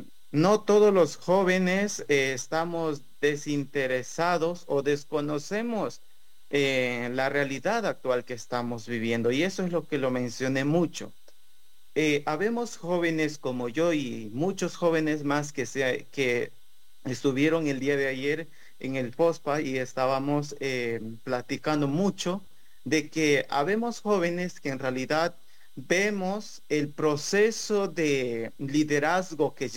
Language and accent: Spanish; Orellana, Ecuador; yo vengo de la provincia de Arellana, perteneciente a la parroquia de Ayuma, de la comunidad Shuarzaquim.